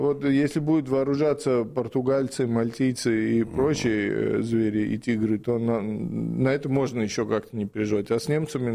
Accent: Russia; я вырос в России, в русской культуре

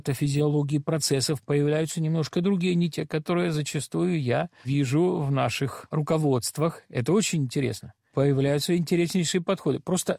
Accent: Kropyvnytskyi, Kirovohrad Oblast, Ukraine; now in Moscow, Russia; где мы там из Кировограда, и где Москва

